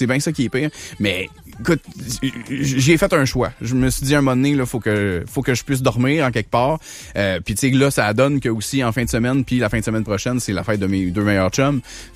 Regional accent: Quebec, Canada; moi aussi, je suis de la Rive-Sud, puis moi, je suis à Lévis

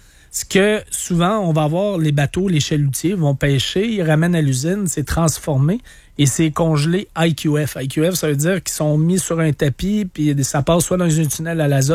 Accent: Trois-Pistoles, Quebec, Canada; j'ai passé mon enfance à Trois-Pistoles, en face des Escoumins.

